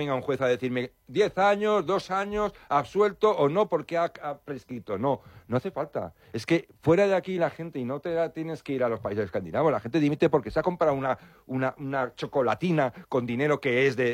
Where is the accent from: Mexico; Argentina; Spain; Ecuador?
Spain; yo soy mi español y soy mi patriota